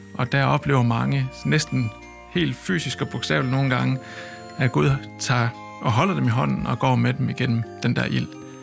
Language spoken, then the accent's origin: Danish; Somalia; Anerkendt for den, jeg er. Som kvinde, som somalier, som menneske.